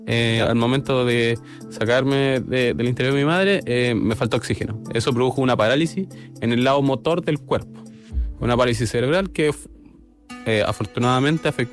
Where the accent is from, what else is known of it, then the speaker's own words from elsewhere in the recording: Rengo, O'Higgins, Chile; Y también decir que yo vengo de Rengo, allá no hay muchos centros médicos, ni mucho menos. Yo tuve que venir constantemente de Rengo a Santiago, Santiago a Rengo. Mi infancia se pasó en eso.